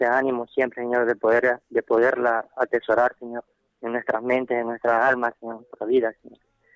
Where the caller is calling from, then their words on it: San Pedro Sula, Cortés, Honduras; De aquí, de San Pedro.